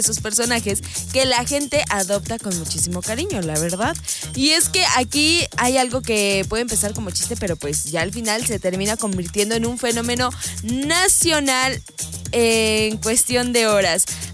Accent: Mexico; nosotros sabemos que como fans mexicanos

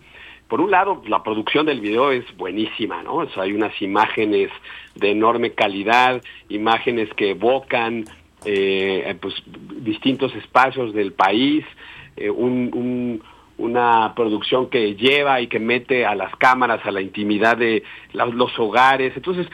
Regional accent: Mexico; cómo somos los mexicanos

